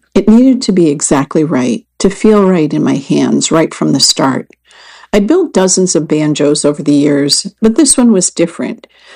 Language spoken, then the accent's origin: English; Washington, D.C. area, United States; I grew up outside Washington, D.C., not far from where I live in Virginia.